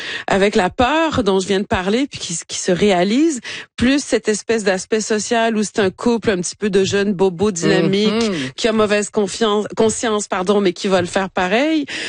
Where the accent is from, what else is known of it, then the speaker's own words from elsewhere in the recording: Saguenay, Quebec, Canada; mais je suis née au Saguenay, à Chicoutimi, j'ai grandi ici, je parle, ben, comme elle, on y reviendra, mais comme elle, je parle pas l'arabe.